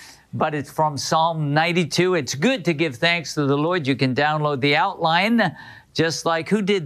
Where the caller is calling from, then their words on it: Canada; I'm watching from Canada.